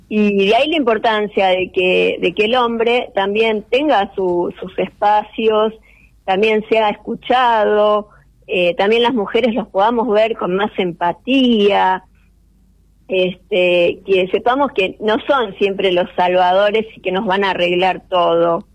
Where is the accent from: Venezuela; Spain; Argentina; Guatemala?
Argentina; Buenos Aires; born there; moved away as an adult; now in Chilecito, Argentina; Yo soy de Buenos Aires, yo nací en Ciudad de Buenos Aires, y hace 15 años que vivo acá en Chilecito.